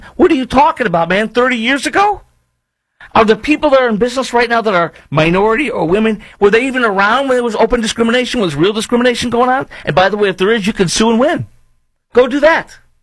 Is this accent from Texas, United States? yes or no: no; Chicago, Illinois, United States; moved away; I'm from there originally.